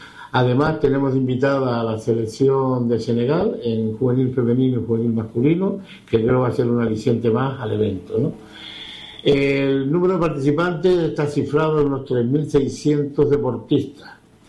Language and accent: Spanish; Canary Islands, Spain; y mire que vengo de un sitio de playa, vengo de Canarias, pero con playa como esta pocas he visto, sinceramente lo digo.